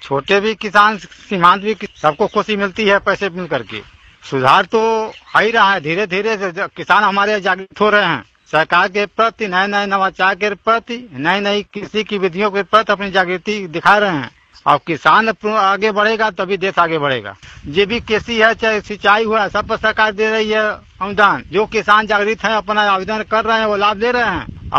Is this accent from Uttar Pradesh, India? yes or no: yes; Gorakhpur, Uttar Pradesh, India; ग्राम दुगना, जिला गोरखपुर का रहने वाला हूँ।